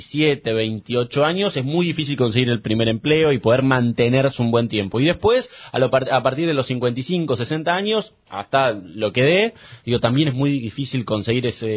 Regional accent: Buenos Aires, Argentina; yo nací, me crié y vivo en la ciudad de Buenos Aires

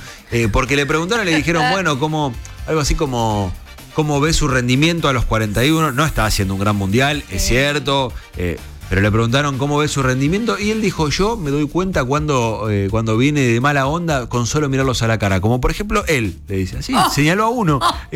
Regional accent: Argentina; Porque como argentinos solemos ser arrogantes

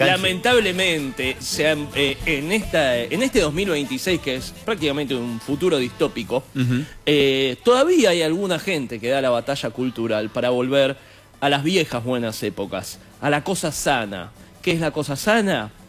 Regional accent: Paraguay; En Paraguay, mi tierra natal

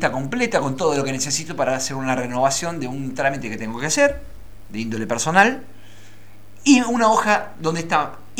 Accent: Argentina; por los años que llevo siendo argentino

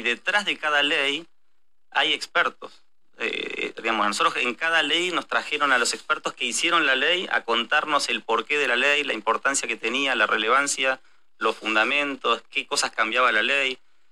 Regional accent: Hurlingham, Buenos Aires Province, Argentina; Hurlingham, iba al colegio en Ramos Mejía, al colegio Ward, por ahí

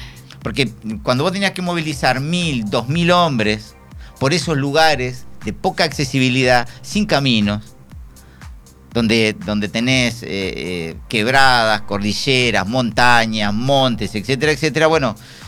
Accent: Argentina

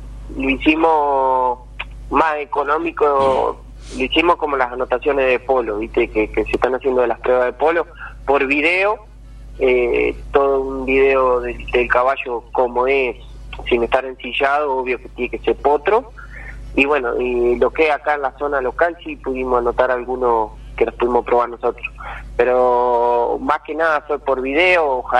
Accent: Ordoqui, Buenos Aires Province, Argentina; moved away; porque yo soy de ahí de Ordoqui, no estoy viviendo actualmente ahí

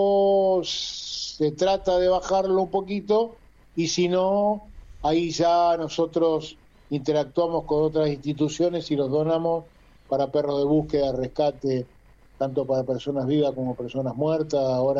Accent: Argentina; como buen argentino que soy

